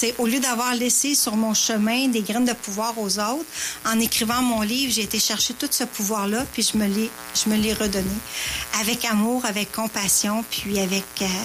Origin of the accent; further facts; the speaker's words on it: Quebec, Canada; j'ai décidé de venir faire le lancement dans ma ville natale, dans ma ville, dans chez moi, où ma famille, mon mari, mes enfants, tout le monde habite ici. Et mon cœur est ici.